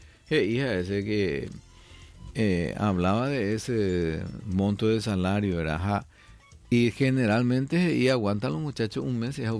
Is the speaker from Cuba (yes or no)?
no; Paraguay; ya soy paraguayo